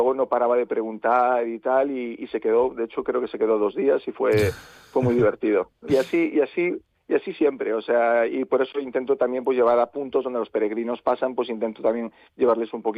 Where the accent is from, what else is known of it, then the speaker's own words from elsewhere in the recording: Sarria, Galicia, Spain; also born or lived in Switzerland; de lo bien que he estado desde que vine de Suiza, que era muy pequeñito y me crié aquí.